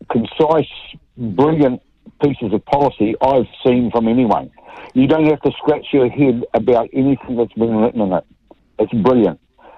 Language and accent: English; New Zealand; Yeah, look, I'm a New Zealander who's probably like a lot of others